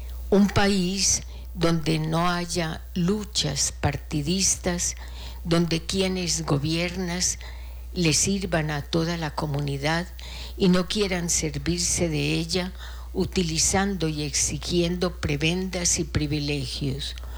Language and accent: Spanish; Colombia; moved away; Llevamos el pecado de ser colombianos.